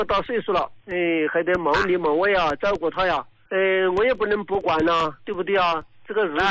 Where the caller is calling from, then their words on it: Chongqing, China; 我是重庆的一个听众。